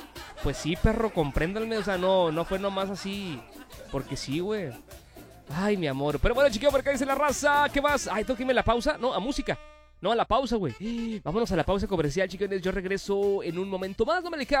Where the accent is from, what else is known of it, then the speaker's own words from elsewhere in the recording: Mexico; ¿no estás viendo que soy mexicano?